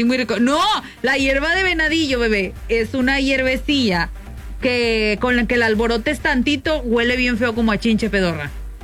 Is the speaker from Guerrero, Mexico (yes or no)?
no; Altamira, Tamaulipas, Mexico; Usted, los que somos de Altamira, vamo